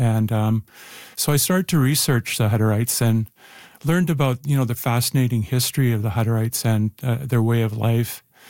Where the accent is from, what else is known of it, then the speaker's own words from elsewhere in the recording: Winnipeg, Manitoba, Canada; I grew up in River Heights.